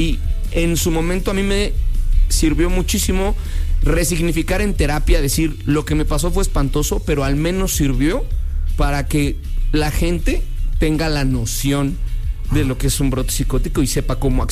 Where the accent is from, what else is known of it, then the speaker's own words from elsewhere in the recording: Mexico; si elegimos como mexicanos, por más cursi que suene, el amor, y compadecernos, van a volver a ser estables